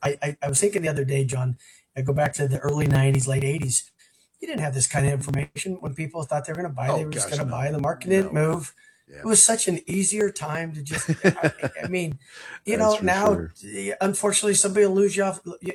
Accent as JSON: {"language": "English", "town": "Carson City", "region": "Nevada", "country": "United States", "tie": "born or raised there", "also_born_or_lived": "Reno, Nevada / Texas", "moved": "as an adult", "said": "I've kind of been playing in two sandboxes, one in Texas and one in Nevada. So, I mean, I grew up in Carson City, born and raised in Reno, grew up in Carson."}